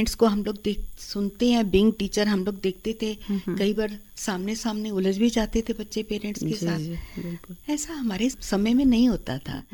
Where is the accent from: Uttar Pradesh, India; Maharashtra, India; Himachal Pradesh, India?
Himachal Pradesh, India; Dharamshala; मैं धर्मशाला की ही निवासी हूँ। मैं यहाँ बड़ोल में रहती हूँ और मैं एक रिटायर्ड अध्यापिका हूँ।